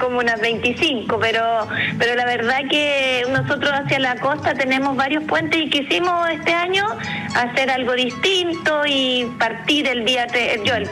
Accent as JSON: {"language": "Spanish", "country": "Chile", "said": "el corazón se le inflama como chileno también, claro."}